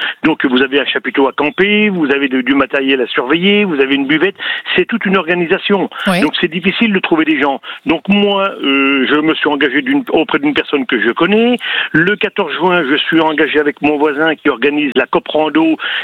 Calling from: Bar-le-Duc, Grand Est, France

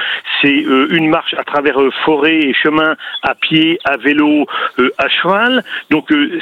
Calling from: Bar-le-Duc, Grand Est, France

